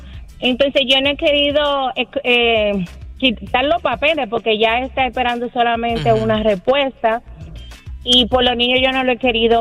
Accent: Dominican Republic; Sí, no, en mi país, en República Dominicana.

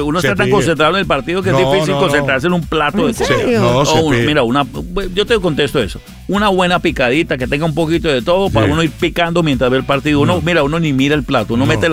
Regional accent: Colombia; Los colombianos tenemos una cosa que para nosotros es muy difícil celebrar un golazo de Colombia sin echar un hijue

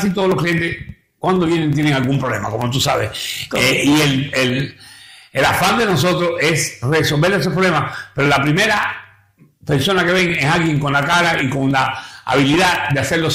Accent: Cuba; now in New York, United States; yo soy cubano, nosotros tenemos un parque aquí que mira Nueva York

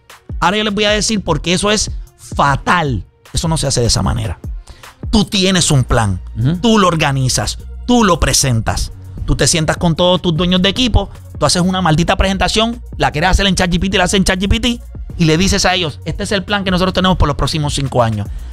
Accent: Puerto Rico

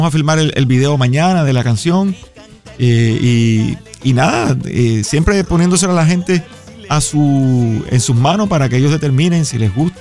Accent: Cuba; moved away; Cuando llegué de Cuba traía muchas canciones, escribía mucho y nadie me grababa, es la verdad.

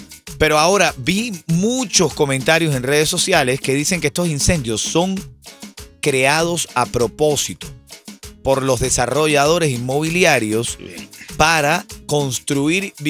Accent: Venezuela; Yo soy de raíces colombianas. Yo soy venezolano, nacionalizado cubano, ajá, con raíces colombianas.

